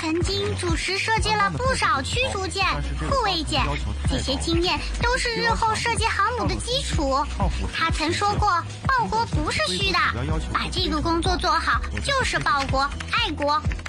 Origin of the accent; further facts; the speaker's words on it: Shenyang, Liaoning, China; 我们沈阳人